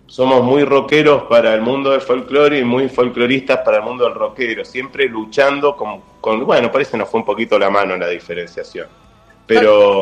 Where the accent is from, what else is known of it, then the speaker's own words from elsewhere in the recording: Buenos Aires, Argentina; Yo soy porteño, no estoy renegando de mi porteñidad, pero toda mi familia está en Tucumán.